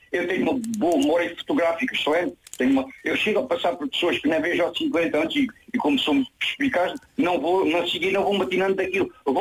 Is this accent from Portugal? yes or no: yes; Almodóvar, Beja, Portugal; born there; se costuma dizer que nasci mesmo em Almodóvar